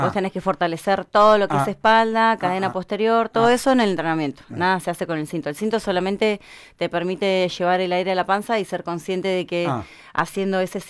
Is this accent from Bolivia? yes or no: no; General San Martín, La Pampa, Argentina; yo soy oriunda de General San Martín La Pampa. Allá los pampeanos somos fuertes.